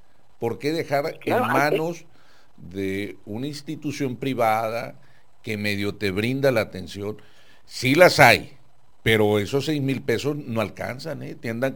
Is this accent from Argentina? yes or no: no; Mexico; en mi país, aquí en México, o al menos en Baja California.